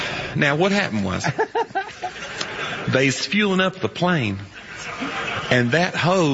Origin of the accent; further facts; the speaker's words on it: the South, United States; accent: Southern; And I'm from the South, too, so people think if you hear a Southern accent, they immediately, like, start deducting IQ points.